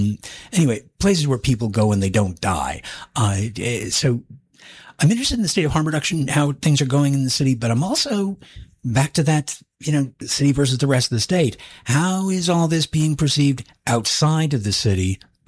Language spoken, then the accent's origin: English; Oregon, United States; born there; moved away; back in my home state of Oregon.